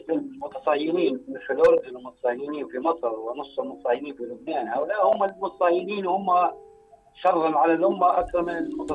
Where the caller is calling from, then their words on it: Libya; نحن كشعب ليبي